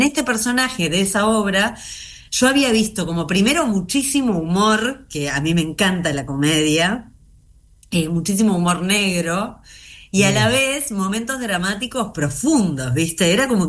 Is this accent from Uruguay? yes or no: yes; Uruguay; soy una actriz uruguaya